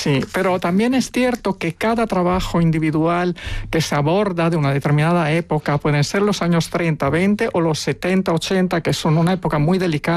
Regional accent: Italy; now in Spain; Italia, que es el país de donde yo vengo

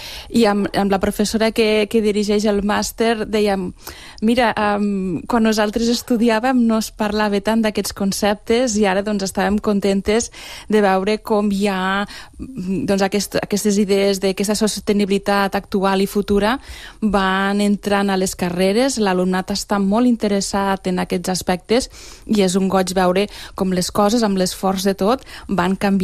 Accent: Lleida, Catalonia, Spain; soc de Lleida, des de Lleida, des de la terra ferma.

